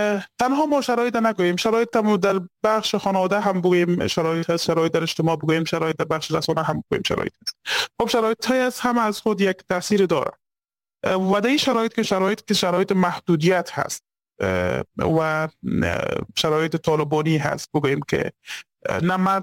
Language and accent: Persian; Afghanistan